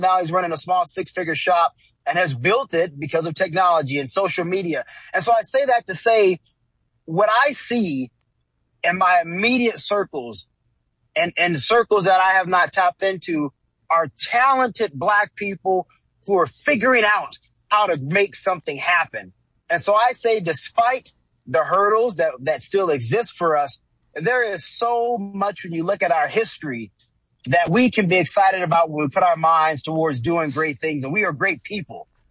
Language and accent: English; Southern United States, United States; You know, I grew up in the South.